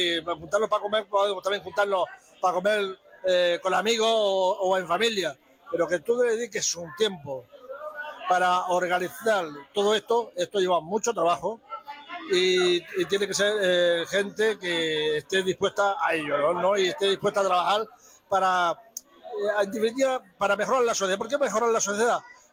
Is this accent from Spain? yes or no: yes; Almería, Andalusia, Spain; Aquí y también en mi tierra, en Almería, donde yo me he criado.